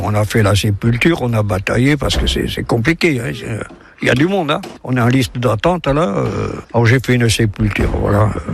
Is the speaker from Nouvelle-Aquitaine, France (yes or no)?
yes; Mauléon, Nouvelle-Aquitaine, France; moved away; also born or lived in Versailles; j'ai 81 ans, je suis natif de Mauléon, pays de Soule bien sûr.